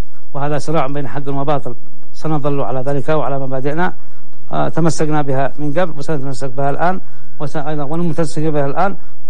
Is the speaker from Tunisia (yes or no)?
no; Yemen; أنا كشعب يمني